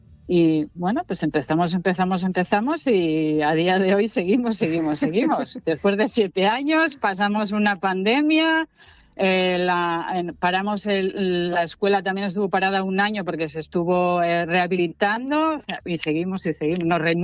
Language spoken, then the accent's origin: Spanish; Piloña, Asturias, Spain; yo soy de Piloña, mi familia es de Piloña